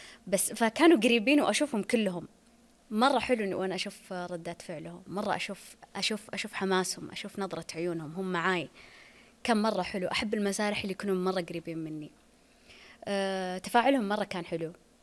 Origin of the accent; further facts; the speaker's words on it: Saudi Arabia; لا أنا سعودية